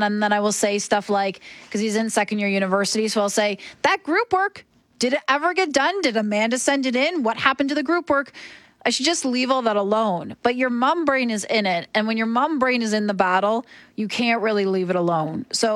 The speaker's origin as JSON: {"language": "English", "town": "Oshawa", "region": "Ontario", "country": "Canada", "tie": "born or raised there", "said": "I grew up in Oshawa, which is outside Toronto."}